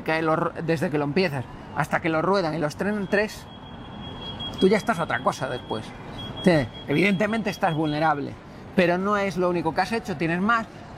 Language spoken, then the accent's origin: Spanish; Canary Islands, Spain; born there; Eso a mi madre le partía el corazón. Porque yo nací en Canarias, tú eres canario.